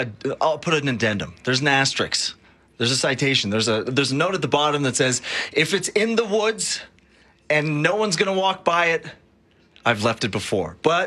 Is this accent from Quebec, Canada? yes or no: yes; Quebec, Canada; Because I have a lot to say about the separatist thing, because I come from Quebec.